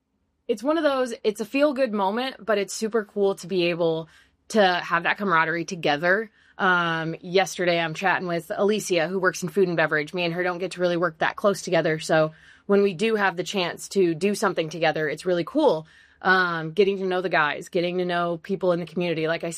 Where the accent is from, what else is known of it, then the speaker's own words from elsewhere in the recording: Fort Wayne, Indiana, United States; I'm from Fort Wayne